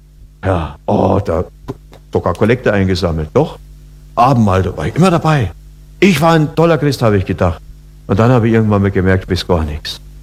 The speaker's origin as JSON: {"language": "German", "town": "Oberammergau", "region": "Bavaria", "country": "Germany", "tie": "born or raised there", "said": "ich bin auf dem Dorf aufgewachsen in Oberammergau."}